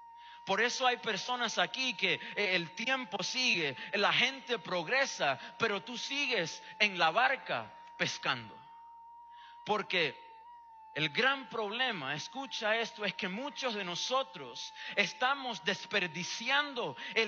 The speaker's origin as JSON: {"language": "Spanish", "country": "Cuba", "tie": "born or raised there", "said": "Recuerdo cuando era niño y estaba creciendo en Cuba"}